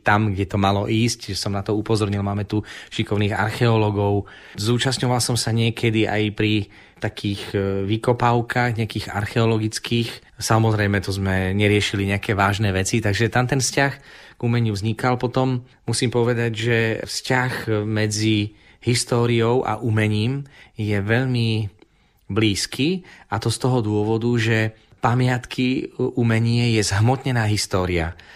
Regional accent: Spišské Podhradie, Košice Region, Slovakia; pochádzam zo Spišského Podhradia, ktoré je zapísané do svetového dedičstva a je to vlastne jedno z prvých lokalít na Slovensku, prvých troch lokalít.

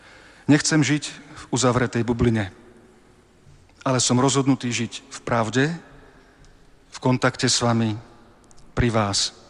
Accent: Košice, Košice Region, Slovakia; Narodil som sa v Košiciach. Tu som prežil väčšinu svojho

